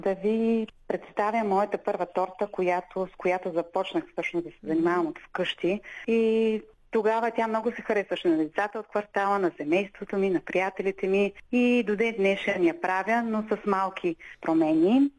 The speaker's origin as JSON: {"language": "Bulgarian", "town": "Smolyan", "region": "Smolyan Province", "country": "Bulgaria", "tie": "born or raised there", "said": "един от най-емблематичните символи на родния ми град, всъщност Смолян."}